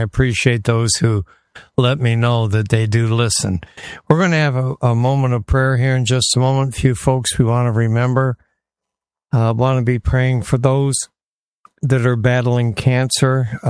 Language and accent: English; Detroit, Michigan, United States; now in Florida, United States; When I grew up in Detroit